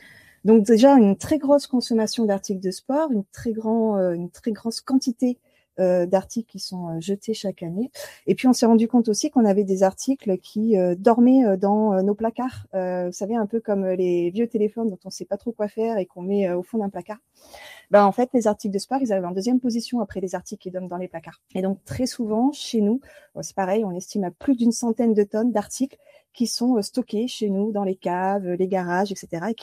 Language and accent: French; France; nous, les Français